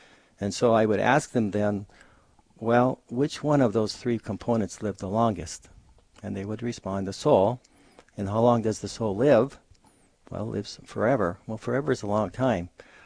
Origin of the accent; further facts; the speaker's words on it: Dickinson, North Dakota, United States; I was born in Stark County, Dickinson, North Dakota.